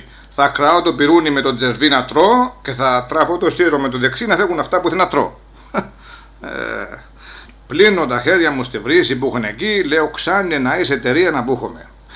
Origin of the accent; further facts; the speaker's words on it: Olympos, South Aegean, Greece; έχω και εγώ λόγο να πω γιατί να είμαι από την Όλυμπο της Καρπάδου